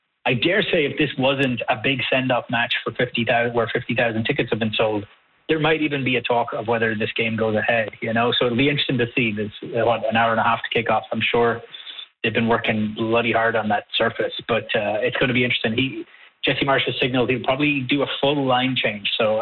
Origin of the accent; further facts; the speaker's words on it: Ireland; moved away; my home country of Ireland